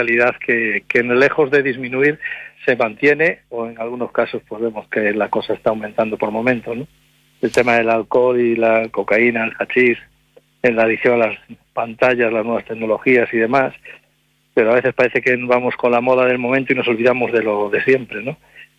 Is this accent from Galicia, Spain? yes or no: yes; Galicia, Spain; viniendo de donde vengo, de Galicia